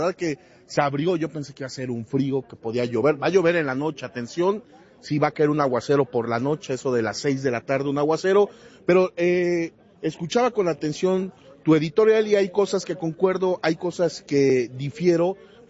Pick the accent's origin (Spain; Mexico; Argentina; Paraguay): Mexico; Ecatepec, State of Mexico; No, soy de Ecatepec.